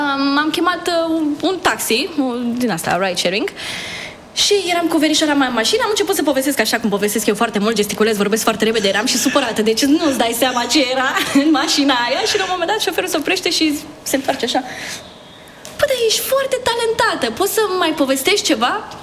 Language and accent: Romanian; Iași, Iași County, Romania; Eram la facultate de jurnalism în Iași, eu sunt din Iași și...